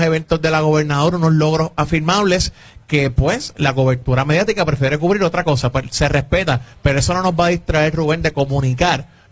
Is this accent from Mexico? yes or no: no; Santurce, Puerto Rico; De Santurce, Puerto Rico, con mucho orgullo. Estudié aquí toda mi vida, nacido y criado aquí.